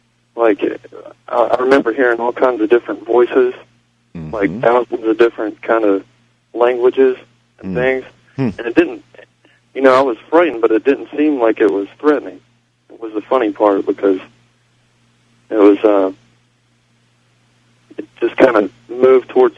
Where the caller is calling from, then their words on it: West Virginia, United States; In West Virginia.